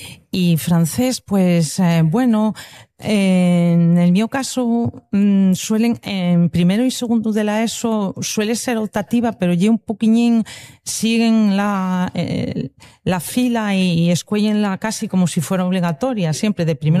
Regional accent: Corvera, Asturias, Spain; Soy de Corbera, pero para el caso estoy cerca de la zona que está el puente y el río que divide

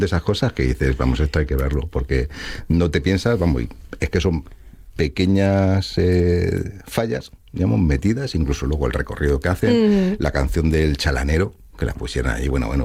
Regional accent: Tremolinillo, Castilla-La Mancha, Spain; que mi pueblo es Tremolinillo, con lo cual es clarísimamente manchego, y tenemos allá al Quijote.

